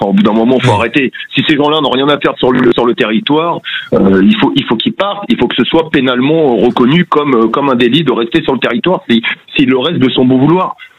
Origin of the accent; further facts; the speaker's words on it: France; en tant que Français